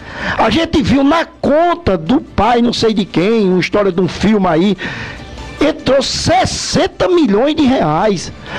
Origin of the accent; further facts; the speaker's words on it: Brazil; born there; para matar a sede do nordestino, especialmente de minha terrinha Itaperuá.